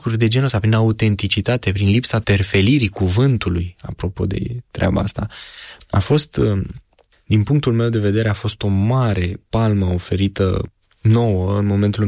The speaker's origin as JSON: {"language": "Romanian", "country": "Romania"}